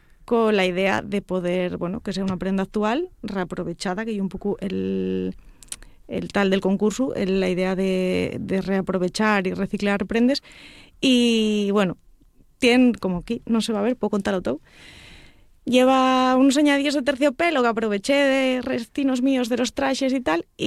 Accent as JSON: {"language": "Spanish", "town": "Tazones", "region": "Asturias", "country": "Spain", "tie": "born there", "lives_now": "Grases, Spain", "said": "Nací en Tazones. Yo ahora ya soy de Grases, porque ya es de donde paces."}